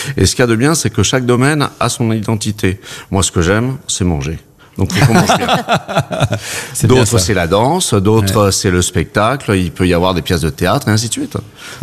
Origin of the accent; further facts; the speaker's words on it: Montpellier, Occitanie, France; also born or lived in Paris; now in Gaillac, France; Je suis né à Paris. J'ai été élevé à Montpellier.